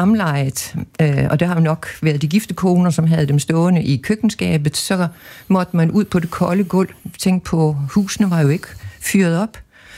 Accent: Capital Region of Denmark, Denmark; Jeg er vokset op på Bornholm, hvor der var et parallelt missionsmiljø, men jeg tilhørte et mere fritænkende.

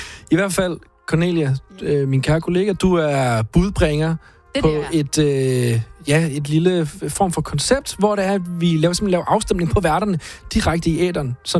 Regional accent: Jutland, Denmark; accent: Jutlandic; jeg kunne godt tale sådan her, men det er ligesom sådan, jeg taler ud fra Westfield, hvor jeg kommer

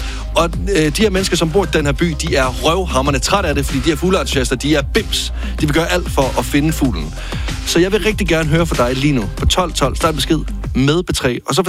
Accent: Varde, Region of Southern Denmark, Denmark; Jeg kommer selv fra Varde Kommune, som bliver ødelagt hvert evig eneste år af tyskere, fordi vi har Vesterhav.

